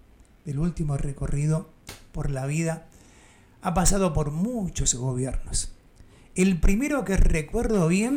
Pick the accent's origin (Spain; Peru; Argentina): Argentina; Bella Vista, Tucumán; Yo soy del pago de Fernando Pedro Riera, a quien nunca conocí personalmente, pero sé que nació ahí en Bellavista.